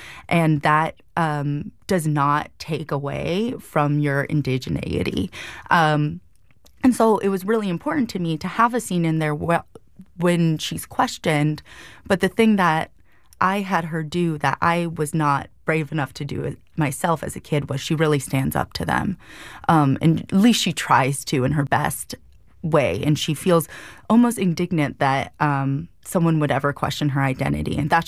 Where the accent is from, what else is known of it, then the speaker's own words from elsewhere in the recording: Hawaii, United States; this is something that I very much so have dealt with my whole life as a fair-skinned Kanaka Maoli.